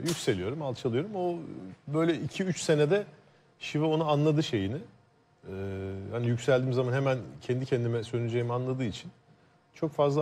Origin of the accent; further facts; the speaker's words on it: Kadıköy, Istanbul, Turkey; Beni annem Kadıköy'de büyüdüm ben.